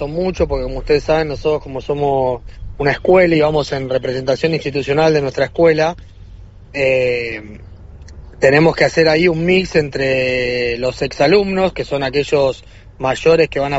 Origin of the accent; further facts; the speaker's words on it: Gerli, Buenos Aires Province, Argentina; Yo soy de Gerli, pero pertenecemos a, como decís vos, a la República de Avellaneda, de Valentina Alsina.